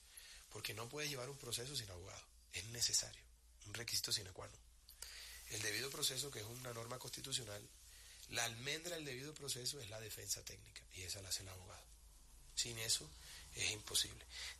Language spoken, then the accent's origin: Spanish; Barranquilla, Atlántico, Colombia; also born or lived in Bogotá; Los barranquilleros somos tan tesos que nacemos donde nos da la gana.